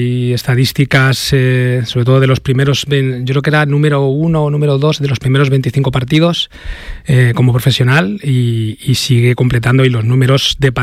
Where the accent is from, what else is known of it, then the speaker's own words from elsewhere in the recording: Leganés, Community of Madrid, Spain; da la coincidencia que también soy de Leganés